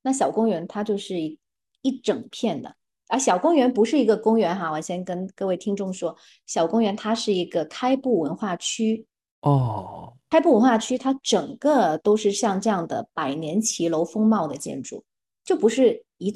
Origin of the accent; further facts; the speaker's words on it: Guangdong, China; 我们广东人哈，就具体到潮汕